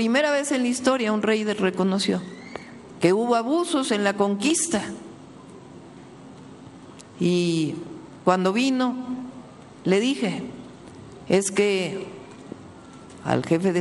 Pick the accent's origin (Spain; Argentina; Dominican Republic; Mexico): Mexico; lo que somos como mexicanas, como mexicanos.